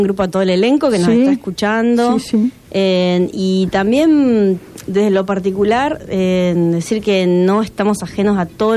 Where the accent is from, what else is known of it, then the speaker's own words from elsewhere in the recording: Rafaela, Santa Fe, Argentina; moved away as an adult; now in Santa Fe, Argentina; yo vengo de la ciudad de Rafaela. Ya hace más años que vivo acá